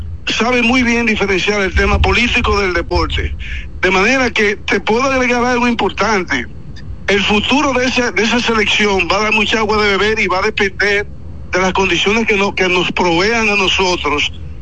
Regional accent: Dominican Republic; Y tenemos la satisfacción del deber cumplido como verdaderos dominicanos

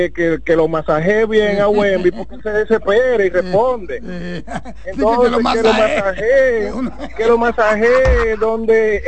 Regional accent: Dominican Republic

